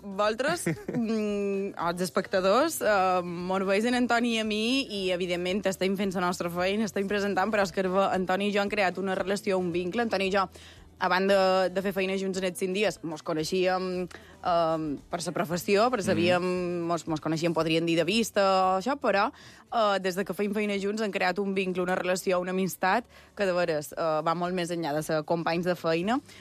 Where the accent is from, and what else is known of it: Sencelles, Balearic Islands, Spain; born or raised there; now in Palma, Spain